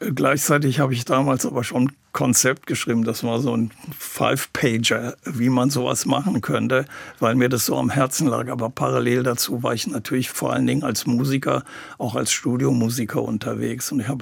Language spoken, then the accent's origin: German; Aachen, North Rhine-Westphalia, Germany; Und das habe ich dann erstmal in meiner Heimatstadt gemacht und dann später in Köln, also bin nach Köln gewechselt